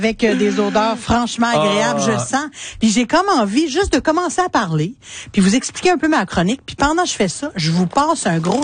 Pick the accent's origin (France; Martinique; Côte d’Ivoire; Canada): Canada; Quebec; notre identité en tant que Québécois.